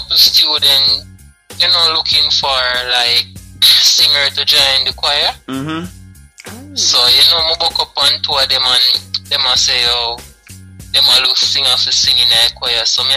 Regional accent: Mandeville, Manchester, Jamaica; I'm from Mandeville.

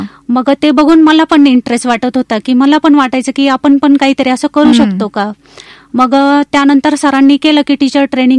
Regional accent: Lasalgaon, Maharashtra, India; born there; also born or lived in Kadwa sugar factory (Nashik district); now in Nashik, India; मूळची मी लासलगाव इथली आहे, पण माझ्या वडील सर्व्हिसला कादवा कारखाना येथे होते.

